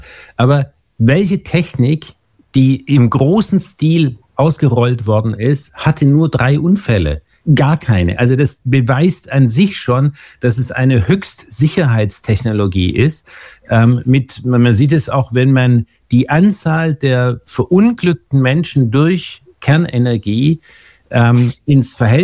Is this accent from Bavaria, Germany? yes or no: yes; Bavaria, Germany; ich bin in der Nähe von Gundremmingen aufgewachsen, ich habe also in meiner Jugend die Kraftwerkstürme wachsen sehen